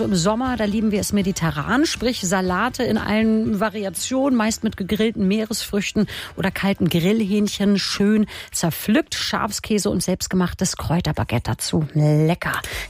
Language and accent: German; Kiel, Schleswig-Holstein, Germany; Und in Kiel, das ist ja direkt bei mir um die Ecke, wo ich groß geworden bin, Klausdorfer Weg Richtung Schwentinthal, 50 sind da erlaubt.